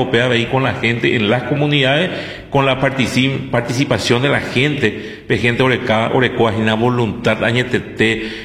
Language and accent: Spanish; Paraguay; me avergüenza ser lo que tanto amo, ser paraguayo